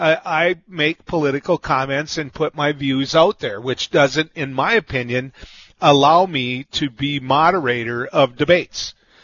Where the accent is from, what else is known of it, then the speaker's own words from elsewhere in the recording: North Dakota, United States; my home state, representing North Dakota.